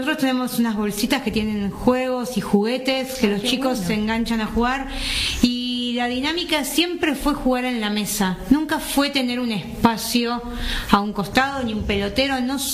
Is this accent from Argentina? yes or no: yes; Tigre, Buenos Aires Province, Argentina; Sí, yo soy de Tigre, Benavides